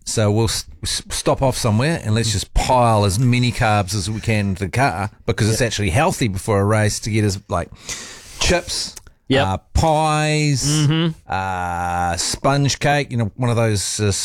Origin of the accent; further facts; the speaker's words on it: Dunedin, Otago, New Zealand; And so I'm an idiot, because when I grew up in Dunedin, we had 4XO and 4ZB.